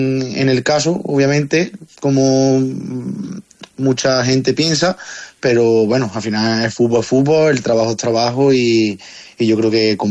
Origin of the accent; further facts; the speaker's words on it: Cabra, Andalusia, Spain; tanto por volver a estar en mi pueblo